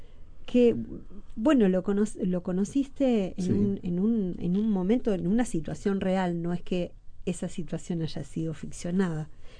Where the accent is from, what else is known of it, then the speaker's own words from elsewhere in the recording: Argentina; moved away; Yo pasé mi niñez en Argentina